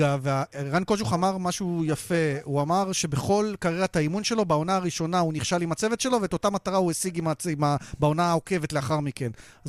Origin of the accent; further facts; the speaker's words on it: Beersheba, Southern District, Israel; אני באר שבע מקור, גדלתי ביציא ועשר ביל.